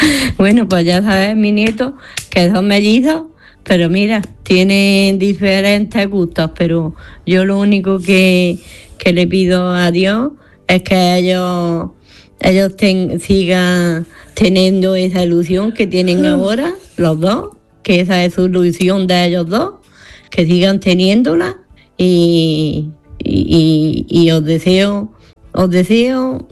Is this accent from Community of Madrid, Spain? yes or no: no; Granada, Andalusia, Spain; Hola Manolo … de Granada.